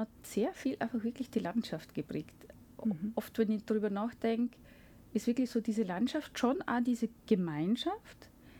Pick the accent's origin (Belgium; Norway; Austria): Austria; Burgenland; also born or lived in Vienna; weil genau in dem Jahr, wo ich auf die Welt gekommen bin, ich bin in Wien auf die Welt gekommen, haben meine Eltern begonnen, im Burgenland ein Haus zu bauen.